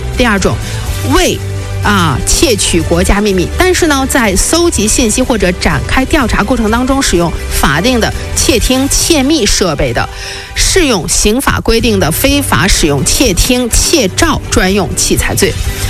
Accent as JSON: {"language": "Chinese", "country": "China", "said": "我们作为中国人，我们是有义务来保护我国的啊"}